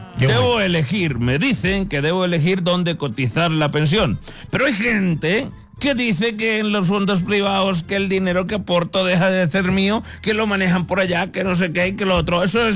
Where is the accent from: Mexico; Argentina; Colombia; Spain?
Spain; Como soy de España, vamos, venga, venga.